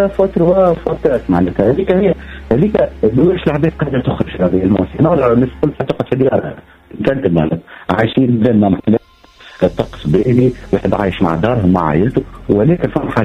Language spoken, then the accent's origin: Arabic; Tunisia; انا كشاب تونسي عمري 28 سنة